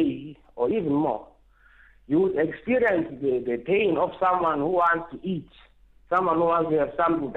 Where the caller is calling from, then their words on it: Northern Cape, South Africa; I'm here from the Northern Cape.